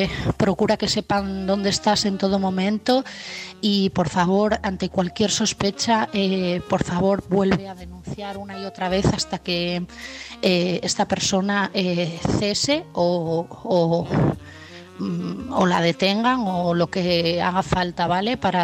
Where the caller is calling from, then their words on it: Asturias, Spain; de Asturias